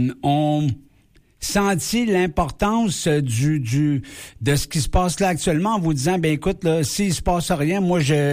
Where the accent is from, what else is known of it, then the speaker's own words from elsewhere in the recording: Quebec, Canada; chez nous en Beauce